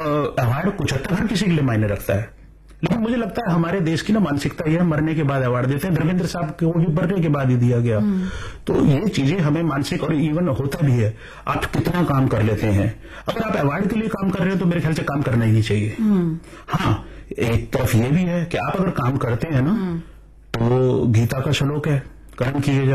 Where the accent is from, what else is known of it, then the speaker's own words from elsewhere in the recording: Delhi, India; born there; मैंने आपको बताया मैं दिल्ली में पैदा हुआ हूं but I belong to Himachal Pradesh Hamirpur district